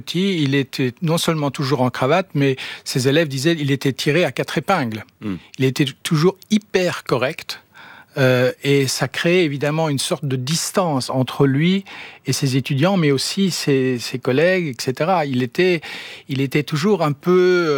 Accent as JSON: {"language": "French", "country": "Germany", "second_language": "French", "moved": "as an adult", "said": "je suis allemand."}